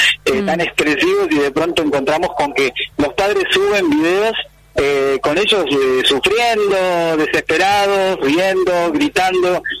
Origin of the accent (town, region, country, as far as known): Argentina